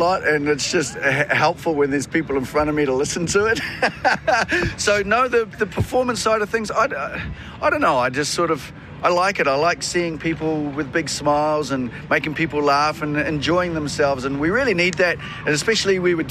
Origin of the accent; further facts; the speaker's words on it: New Zealand; also born or lived in Canada; I am indeed from New Zealand. I do actually, I was living in Canada for 25 years.